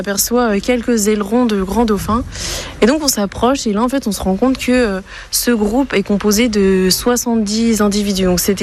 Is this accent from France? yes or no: yes; Brest, Brittany, France; J'ai grandi à Brest et j'étais tout le temps en train de me promener sur les littoraux, de regarder mon environnement.